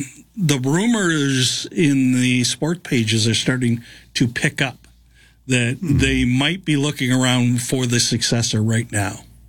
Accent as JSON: {"language": "English", "town": "London", "region": "Ontario", "country": "Canada", "tie": "born or raised there", "moved": "yes", "lives_now": "Victoria, Canada", "said": "I was in Red Deer, Alberta as my hometown London Knights won the 2016 Memorial Cup."}